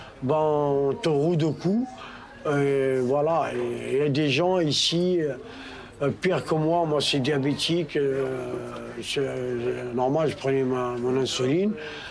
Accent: France; pourtant je suis français. Toute ma famille sont françaises.

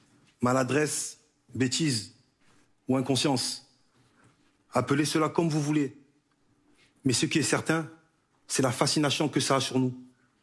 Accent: Marseille, Provence-Alpes-Côte d'Azur, France; Je suis né à Marseille, et comme beaucoup d'autres qui ont grandi dans un quartier, je me suis construit sur la base d'un mensonge.

